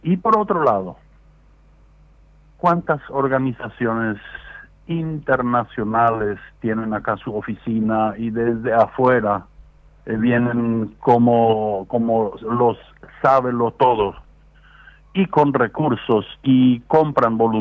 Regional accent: Paraguay

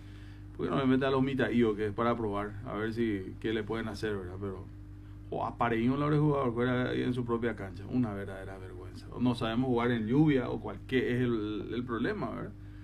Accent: Paraguay; Yo soy paraguayo

